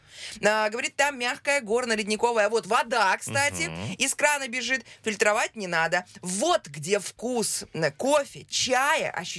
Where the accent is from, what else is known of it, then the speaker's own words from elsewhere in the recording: Ridder, East Kazakhstan Region, Kazakhstan; Я родом из ВКО. Город.